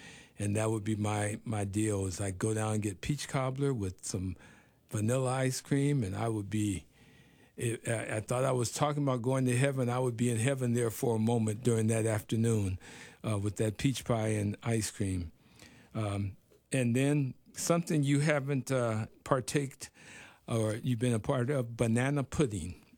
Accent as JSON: {"language": "English", "town": "Birmingham", "region": "Alabama", "country": "United States", "tie": "born there", "said": "No, but I was born in Birmingham, Alabama."}